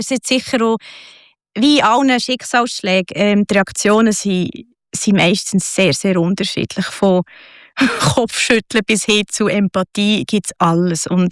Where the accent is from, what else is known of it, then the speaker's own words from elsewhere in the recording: Bern, Switzerland; also born or lived in Zürich; durch den Beruf von meinem Vater sind wir recht viel halt rumgekommen. Wir mussten viel zügeln. Und so im Kindergartenalter sind wir dann ins Berner Oberland. Und die Wurzeln waren zwar immer von Bern gewesen, und meine Eltern sind beide von Bern.